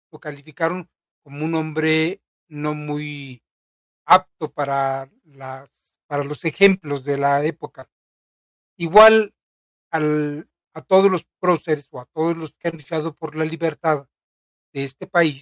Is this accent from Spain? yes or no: no; Mexico; Y yo creo que esto es lo que nos caracteriza a muchos mexicanos. Tenemos mucho orgullo, tenemos una gran conciencia de dónde veni